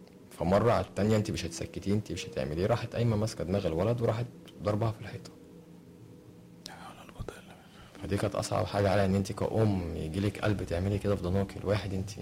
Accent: Upper Egypt, Egypt; مره وانا صغير عندنا في الصعيد

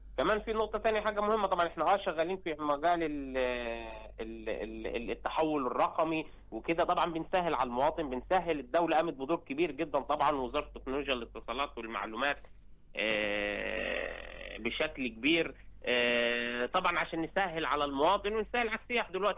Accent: Egypt; احنا عندنا في مصر

